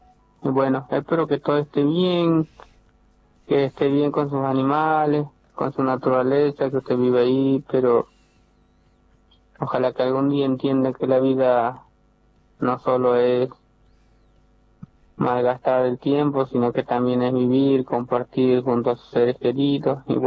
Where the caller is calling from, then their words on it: Salta, Argentina; Me comunico desde Salta Capital.